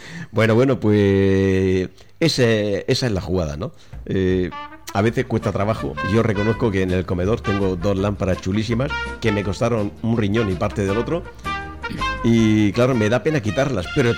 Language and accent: Spanish; Murcia, Region of Murcia, Spain; Ellos son marcianos, nosotros somos murcianos.